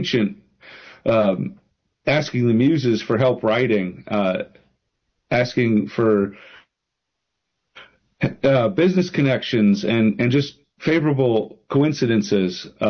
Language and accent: English; Pennsylvania, United States; moved away; No, I'm originally from Pennsylvania.